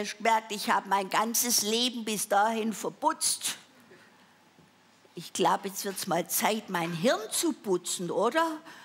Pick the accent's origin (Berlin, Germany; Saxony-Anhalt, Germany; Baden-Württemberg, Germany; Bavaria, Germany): Baden-Württemberg, Germany; Das kannte ich als Schwabe noch gar nicht, Urlaub machen.